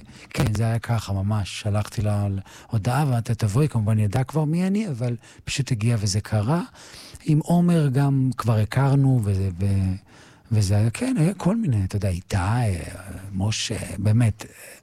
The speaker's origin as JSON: {"language": "Hebrew", "town": "Lod", "region": "Central District", "country": "Israel", "tie": "born or raised there", "moved": "as an adult", "lives_now": "Tel Aviv, Israel", "said": "אני עברתי מלוד לתל אביב, אתה יודע, אני 20 שנה כבר תל אביב, וכמו שהייתי 20 שנה לודאי"}